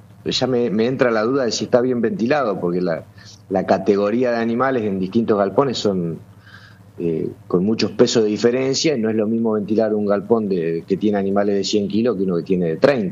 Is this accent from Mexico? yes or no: no; Argentina